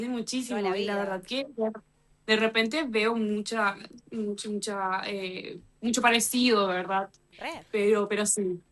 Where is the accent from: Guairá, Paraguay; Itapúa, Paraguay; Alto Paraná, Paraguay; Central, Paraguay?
Central, Paraguay; Mariano Roque Alonso; born there; also born or lived in Hamburg, Germany; Yo nací acá en Paraguay, en Mariano Roque Alonso nací yo, pero cuando tuve 3 años me fui un rato a Alemania, ¿verdad? Vivimos ahí un tiempito, pero...